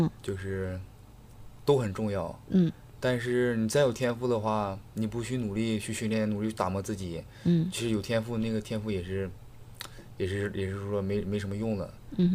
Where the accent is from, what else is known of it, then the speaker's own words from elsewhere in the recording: Wafangdian, Liaoning, China; 对，我就觉得家里就是回家怎么待去哪儿都感觉特别熟悉那种感觉，对，我就挺自豪的，我是大连瓦房店的嘛，